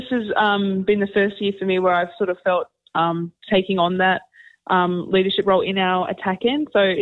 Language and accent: English; Sydney, New South Wales, Australia; now in New Zealand; So I grew up in Sydney, and I've been playing over here for about 5 seasons now.